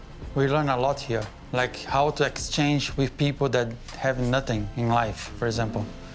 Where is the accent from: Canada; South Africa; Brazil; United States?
Brazil; São Paulo; The street is like, for example, we grew up in Sao Paulo.